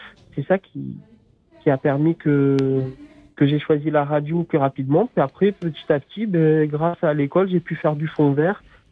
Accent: Toulouse, Occitanie, France; born there; Écoute, non, je suis né à Toulouse.

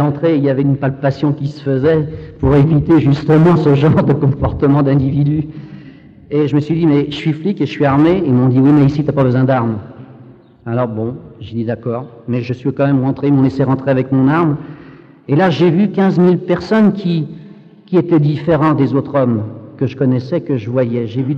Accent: Brittany, France; je connais le granit, puisque je suis breton

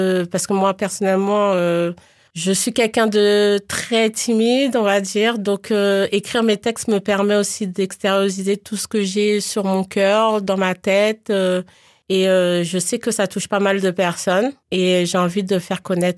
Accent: Paris, Île-de-France, France; also born or lived in Guadeloupe; de base je suis parisienne donc voilà je suis d'origine guadeloupéenne mais née à Paris mm-hmm. j'ai vécu à Paris dans la banlieue parisienne

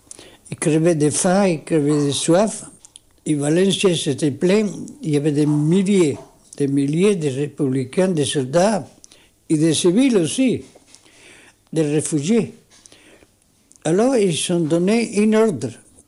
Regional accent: Tetouan, Tanger-Tetouan-Al Hoceima, Morocco; moved away as an adult; si je retourne chez moi, à Tétouan

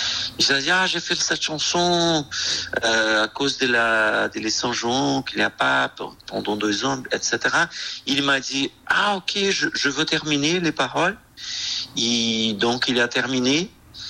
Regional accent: Brazil; French is a second language; now in France; Oui, en fait, j'étais au Brésil en février. Et bon, je suis brésilien en France.

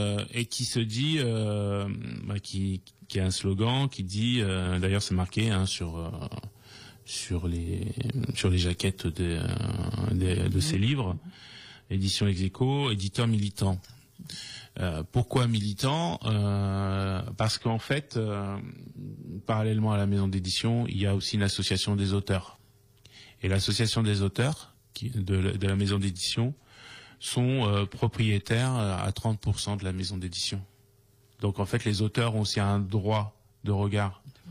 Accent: Gignac, Occitanie, France; Moi, je suis de Gignac, et on a deux librairies à Gignac, et on a une qui vend mes livres tout le temps, quoi.

